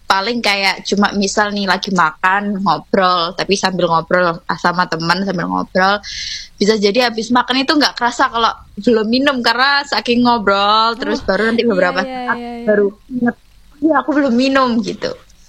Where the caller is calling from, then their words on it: Lamongan, East Java, Indonesia; Aku asalnya dari Lamongan dan sekarang lagi ada kegiatan di luar kota, tepatnya di Jombang.